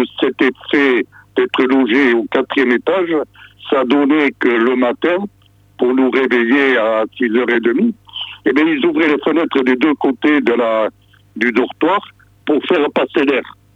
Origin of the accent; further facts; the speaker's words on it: Castelnau-Camblong, Nouvelle-Aquitaine, France; also born or lived in Bétharram; Je suis né dans un petit village du Béarn, à Castelnau-Camblon, dans les Pyrénées-Atlantiques. Je suis né donc dans la maison où j'habite, en 1946, donc ça fait quelques années.